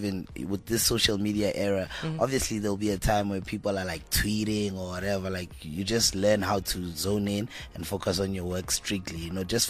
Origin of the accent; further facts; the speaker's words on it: Ga-Rankuwa, North West, South Africa; I grew up in Zone 2, ne?